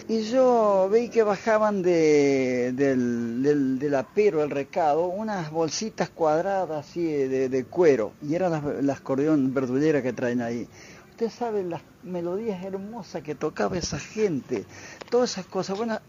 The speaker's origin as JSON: {"language": "Spanish", "town": "Brugo", "region": "Entre Ríos", "country": "Argentina", "tie": "born or raised there", "said": "ahí nací accidentalmente en esa zona. Bueno, y ahí en Brugo, después fui a la escuela primaria"}